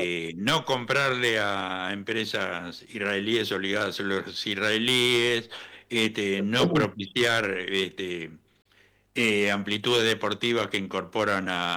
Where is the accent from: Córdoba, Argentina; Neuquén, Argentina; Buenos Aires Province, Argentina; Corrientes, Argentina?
Buenos Aires Province, Argentina; La Plata; varios de los que integramos el programa somos de La Plata